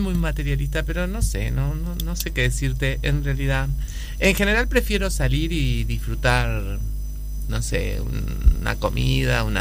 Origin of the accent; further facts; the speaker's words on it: Montevideo, Uruguay; Bueno, me crié en ese barrio, sí.